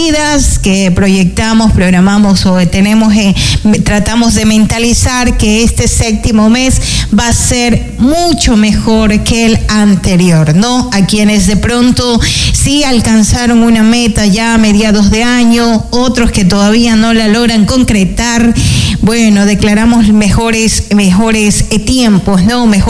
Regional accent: Ecuador; como ecuatoriana también me siento así

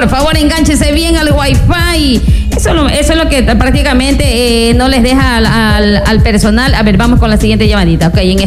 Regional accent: Ecuador; Háblame en español, porque aquí somos ecuatorianos todos. Hablamos en español.

